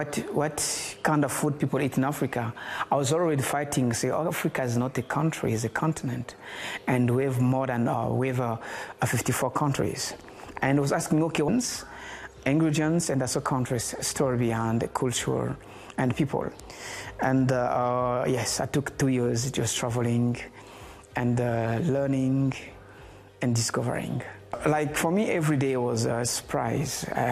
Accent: Germany; English is a second language; And even the place I grew up in Germany, like, Germany is a place you find many nationality than this in France.

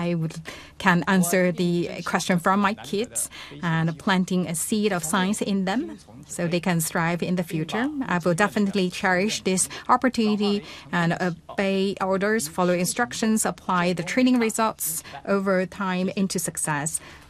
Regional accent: Hong Kong; For me, growing up in Hong Kong, the Lion Rock spirit has long been engraved in my heart.

